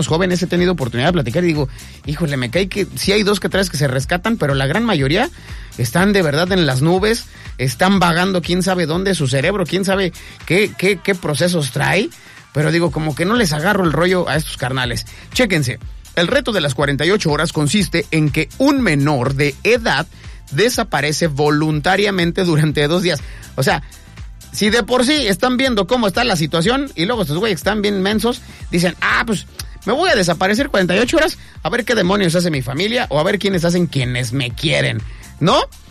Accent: Mexico City, Mexico; moved away; Se fue a la Capirucha, a mi tierra, la ciudad del smog.

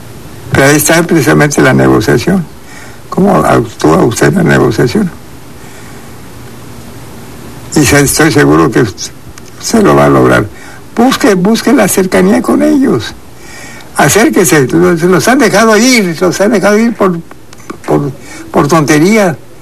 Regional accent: Quintana Roo, Mexico; Nosotros pertenecemos a Quintana Roo. Somos parte de Quintana Roo

